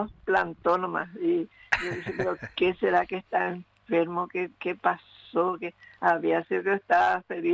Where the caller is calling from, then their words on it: Paraguay; yo soy de Paraguay.